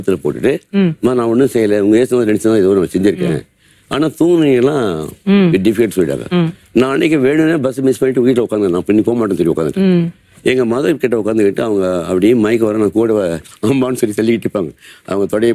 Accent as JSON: {"language": "Tamil", "country": "India", "tie": "born or raised there", "moved": "as an adult", "lives_now": "Vellore, India", "said": "எனக்கு சொந்த ஊர் வந்து பாம்பூர் தான். அங்கே நான் அந்த 1971 அந்த ஊருக்கு நான் போனேன்."}